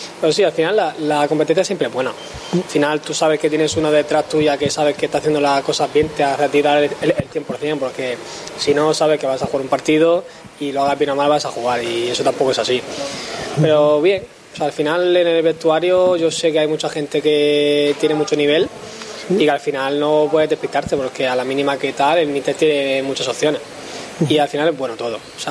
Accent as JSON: {"language": "Spanish", "town": "Murcia", "region": "Region of Murcia", "country": "Spain"}